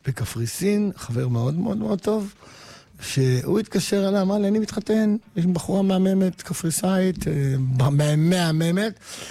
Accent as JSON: {"language": "Hebrew", "country": "Morocco", "said": "ואני כמרוקאי, מזרחי, שלא אכלנו חלב מעולם בילדות שלנו, לא היה."}